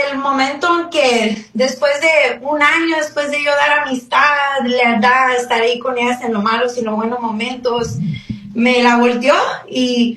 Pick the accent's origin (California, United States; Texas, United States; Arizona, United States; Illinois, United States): Arizona, United States; Nogales; now in Phoenix, United States; Yo soy de Nogales, pero vivo en Phoenix.